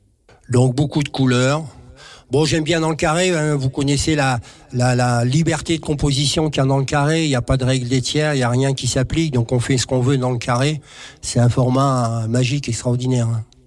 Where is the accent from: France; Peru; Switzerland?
France; Hauts-de-France; je suis parti du Nord sans forcément retourner très très longtemps. Je suis pas retourné souvent, je veux dire. Et 20 ans, 25 ans après, j'ai retrouvé mon pays